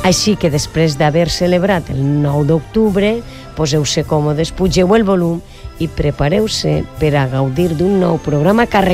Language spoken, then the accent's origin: Catalan; Valencian Community, Spain; la nostra terra les nostres tradicions, la nostra cultura i tot allò que ens identifica i ens uneix com a valencians i valencianes.